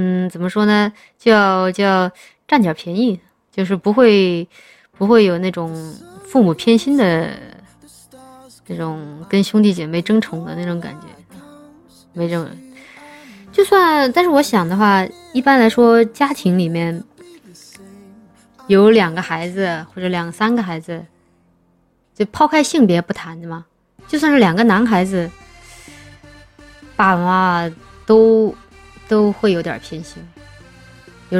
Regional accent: Chongqing, China; now in Shanghai, China; 我老家是重庆嘛，然后那边重男轻女其实没怎么感觉

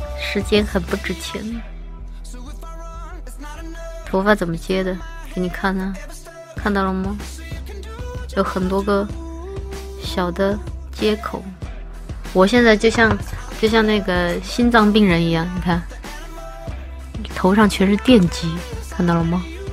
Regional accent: London, United Kingdom; 还笑我的英语口音。从小伦敦郊区长大的

